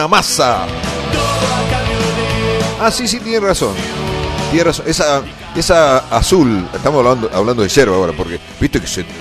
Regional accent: San Rafael, Mendoza, Argentina; moved away; en mi pueblo, en San Rafael

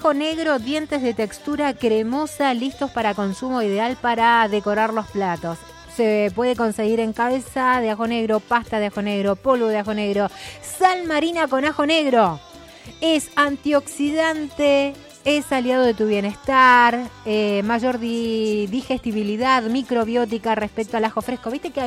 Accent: Santa Fe, Argentina; moved away; Se extraña el pago dejado atrás, ya que soy santafesina y adopté Chipo desde el año 1970.

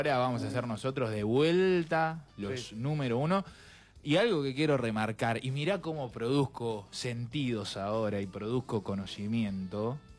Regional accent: Córdoba, Argentina; Soy de Alberdi y de Belgrano.

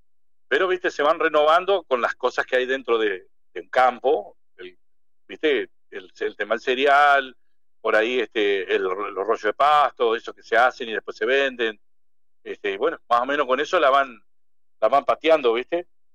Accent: Argentina; somos más argentinos o ciudadanos argentinos

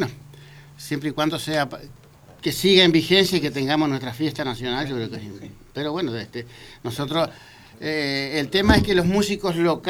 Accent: Estación Sosa, Entre Ríos, Argentina; now in Paraná, Argentina; yo soy de Estación Sosa, pero estoy en Paraná.

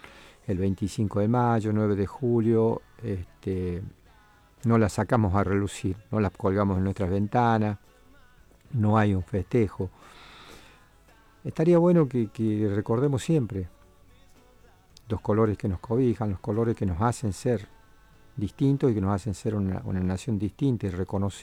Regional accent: Argentina; nosotros somos argentinos

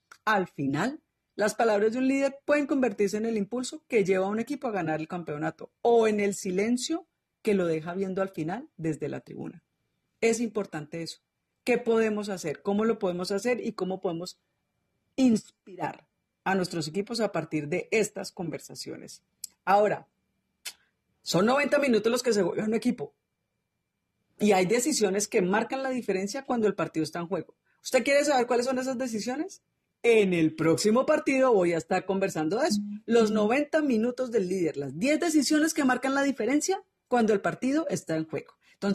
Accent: Colombia; yo por lo menos como colombiana

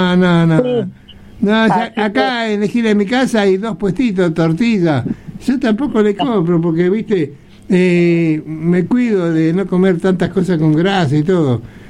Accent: Buenos Aires, Argentina; born there; moved away as an adult; now in La Ferrere, Argentina; Yo nací en Capital y estaba acostumbrado. Ahora, por vivir en La Ferrere 40 años, no puedo subir a un colectivo que me mareo.

